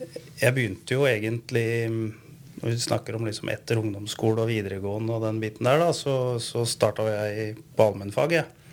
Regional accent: Uvdal, Buskerud, Norway; vi vokste jo opp i Uvdal med langt til de aller fleste jamngamle, så jeg har vokst opp med storesøster

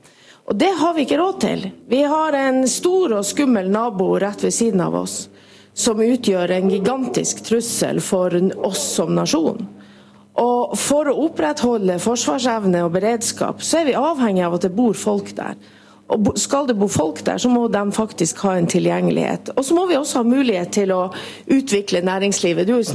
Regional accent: Sørøya, Finnmark, Norway; Jeg kommer fra Sørøya, som ligger helt vest i Finnmark

